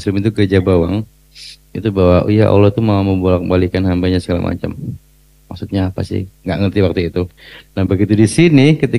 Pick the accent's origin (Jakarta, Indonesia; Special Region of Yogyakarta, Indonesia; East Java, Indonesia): East Java, Indonesia; Malang; Kan emang kan saya dari Malang, emang saya waktu itu kebetulan kita waktu itu habis menang.